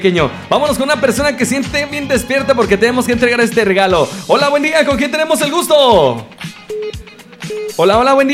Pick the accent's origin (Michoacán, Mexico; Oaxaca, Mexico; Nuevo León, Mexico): Michoacán, Mexico; Maravatío; De Marabatío, Michoacán. Oye, nosotros somos también de Marabatío, Michoacán.